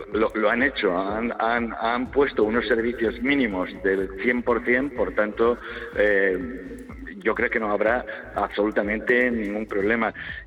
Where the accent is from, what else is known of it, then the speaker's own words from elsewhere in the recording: Valencian Community, Spain; por aquí somos valencianos y lo hacemos todo con música